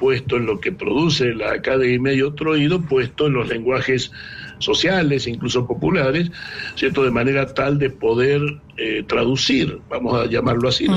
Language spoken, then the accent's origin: Spanish; Argentina